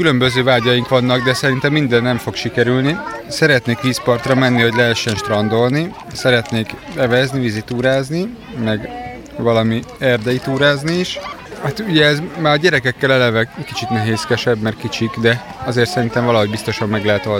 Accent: Budapest, Hungary; moved away as an adult; Nem, hát Budapesten nőttünk fel

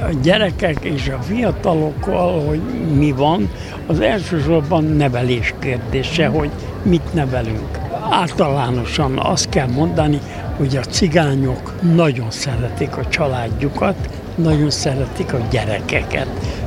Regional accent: Hungary; Rom ungró, cigány ember, cigány vagyok. Rom ungró, ez a magyar cigány, ezek közé tartozom én.

